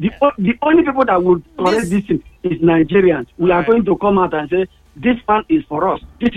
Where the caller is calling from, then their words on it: Ireland; I'm calling you from Ireland.